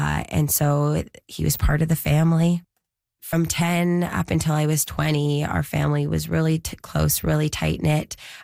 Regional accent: Vancouver, British Columbia, Canada; I'm from Vancouver area, lower mainland.

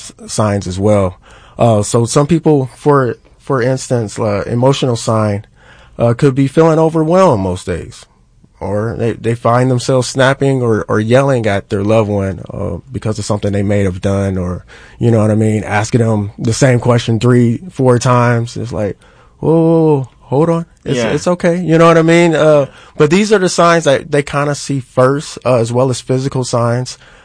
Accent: Akron, Ohio, United States; Yes, I'm from Akron, Ohio. Been out here for about 21 years.

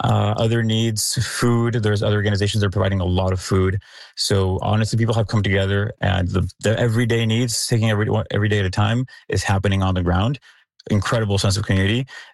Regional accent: Mexico City, Mexico; now in Calgary, California, United States; I've lived in Calgary for 7 years. I'm originally from Mexico City, and I used to do search and rescue there as a volunteer

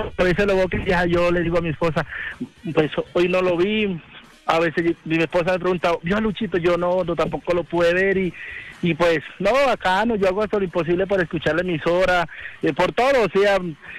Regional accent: Montería, Córdoba, Colombia; Yo soy de Córdoba, Montería.

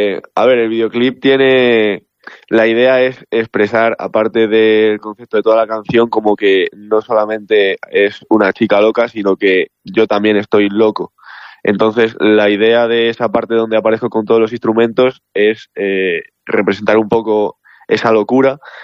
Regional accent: La Adrada, Castile and León, Spain; hay parte del videoclip que está rodada, como bien dices, aquí en mi pueblo.

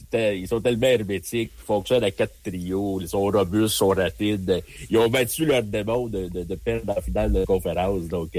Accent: Canada; moi, en tant que Canadien

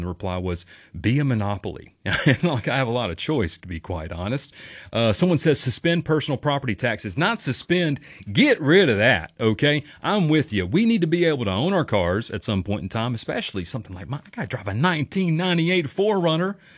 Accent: Shreveport, Louisiana, United States; I'm originally from Shreveport. So when you mentioned Shreveport, I kind of smiled a little bit. Glad to be in Arkansas.

